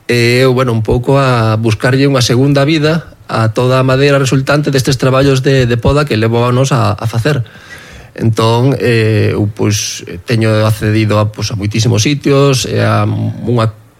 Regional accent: Portal, Galicia, Spain; Son daqui do Portal, levo toda a vida aquí

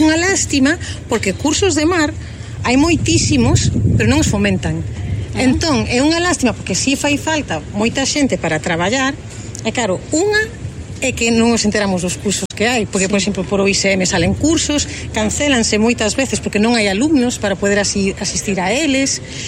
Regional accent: A Coruña, Galicia, Spain; Son galega, son da Coruña.

